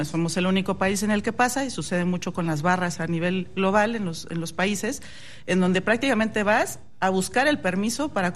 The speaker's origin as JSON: {"language": "Spanish", "country": "Mexico", "said": "nuestro temperamento como mexicanos."}